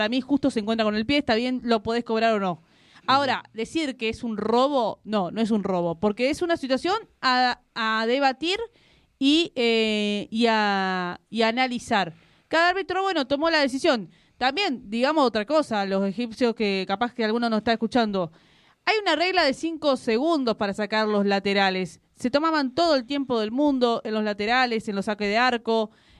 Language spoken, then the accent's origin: Spanish; Argentina; Como argentina, lo digo.